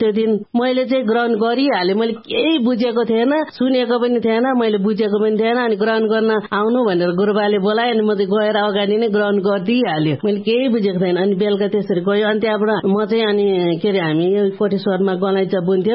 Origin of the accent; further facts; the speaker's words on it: Lisyang, Bagmati, Nepal; अनि मेरो घर चाहिँ लिस्याङको हो, सिन्धुपाल्चोक लिस्याङको, अनि मेरो सन्तानहरू चाहिँ सबै बुद्धिस्ट हो, के अरे लामाहरू हो, अनि म पनि लामाको छोरी हो।